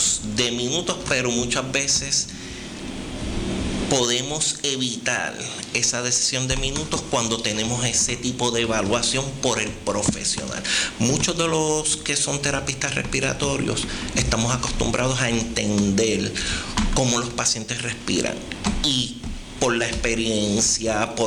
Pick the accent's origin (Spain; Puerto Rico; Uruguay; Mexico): Puerto Rico; Ponce; born there; Yo nací en Ponce, mi padre nació aquí en San Germán.